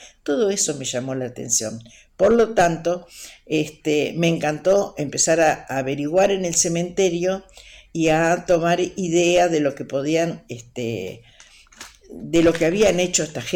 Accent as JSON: {"language": "Spanish", "country": "Uruguay", "moved": "yes", "lives_now": "La Plata, Argentina", "said": "Soy uruguaya, hace muchos años que estoy viviendo acá en Argentina y bueno, lo considero mi país. Yo me vine muy jovencita a vivir donde, en Gonet, hoy estoy viviendo en la misma ciudad de La Plata."}